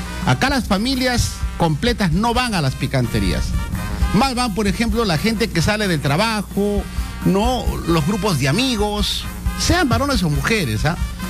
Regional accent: Huamachuco, La Libertad, Peru; yo crecí en Huamachuco, ¿no? Que es la capital de la provincia de Sánchez Carrión.

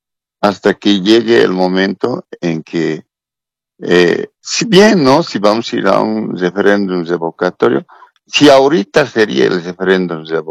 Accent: Bolivia; Y bueno, yo, como todo boliviano, tenemos que cumplir, ¿no?, lo que manda la justicia

